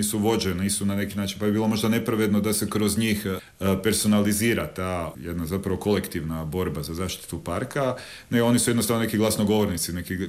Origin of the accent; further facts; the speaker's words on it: Zagreb, City of Zagreb, Croatia; Ja sam odrastao u Travnom i tamo još uvijek živi dio moje obitelji